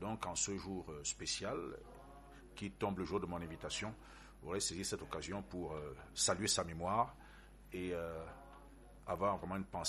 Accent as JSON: {"language": "French", "town": "Paris", "region": "Île-de-France", "country": "France", "tie": "born there", "said": "Comme je suis né en France"}